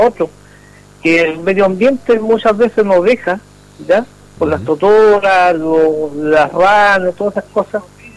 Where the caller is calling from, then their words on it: Chile; como buen chileno